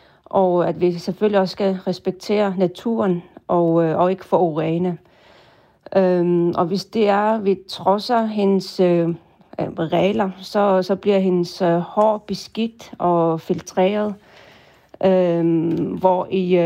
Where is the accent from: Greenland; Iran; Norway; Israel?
Greenland; Qaqortoq, Kujalleq; nu er jeg fra Qaqortoq i Sydgrønland